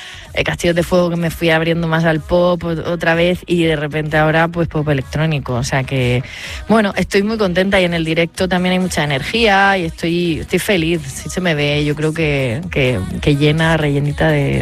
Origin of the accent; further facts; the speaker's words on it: Murcia, Region of Murcia, Spain; moved away; also born or lived in Madrid; en mi Murcia querida